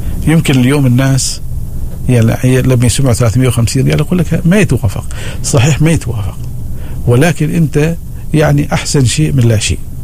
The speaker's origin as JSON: {"language": "Arabic", "country": "Oman", "said": "أنا أول عماني"}